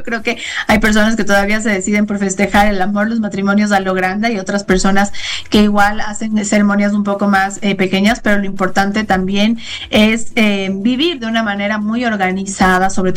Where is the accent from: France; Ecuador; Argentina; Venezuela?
Ecuador; Quito, Pichincha; soy quiteña, vivo en Quito